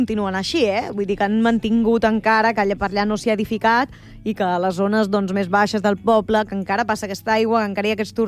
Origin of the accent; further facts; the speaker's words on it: Caldes de Montbui, Catalonia, Spain; Clar, és que jo sóc de Caldes de Montbui, i em parles d'aigües termals, i home, clar, les tinc a casa, no?, les aigües termals.